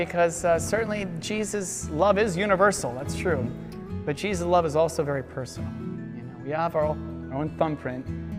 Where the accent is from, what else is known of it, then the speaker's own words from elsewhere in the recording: New Jersey, United States; now in San Antonio, United States; I'm originally from New Jersey.